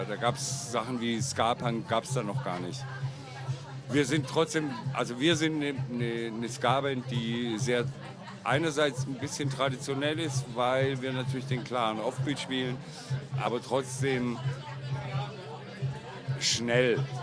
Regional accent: Stuttgart, Baden-Württemberg, Germany; also wir kommen aus Stuttgart, weil ich bin dort geboren. Da ist meine Heimat, mein Lebensmittelpunkt.

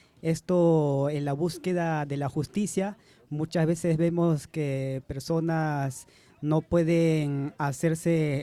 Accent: Peru; en mi país, Perú

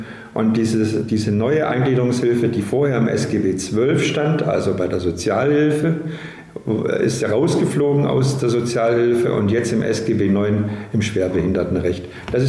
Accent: Kirchentellinsfurt, Baden-Württemberg, Germany; born there; also born or lived in Tübingen / Stuttgart / Marburg / Ludwigsburg; Ich bin zwar gebürtiger Tübinger, in Kirchentellinsfort aufgewachsen, habe aber meine Grund-, Haupt- und Realschule in Stuttgart besucht, auf der Schule für Sehbehinderte, habe mein Abitur an der Deutschen Blinden Studienanstalt in Marburg gemacht, habe in Ludwigsburg studiert

